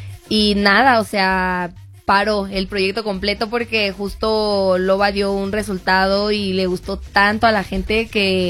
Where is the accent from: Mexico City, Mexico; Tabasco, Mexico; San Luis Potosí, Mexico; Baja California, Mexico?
Baja California, Mexico; Tijuana; vengo de paso, igual me estoy quedando bastantes días por acá, pero vengo de Tijuana.